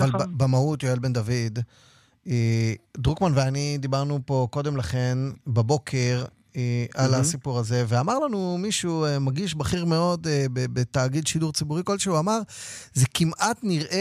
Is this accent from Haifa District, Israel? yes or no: no; Jerusalem, Jerusalem District, Israel; אני כירושלמי שלא קונה כלום בשבת ולא שותה קפה בחוץ